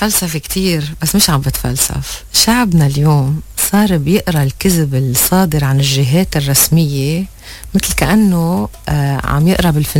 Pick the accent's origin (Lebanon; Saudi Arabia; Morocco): Lebanon; بس بقاموسنا نحن اللبنانية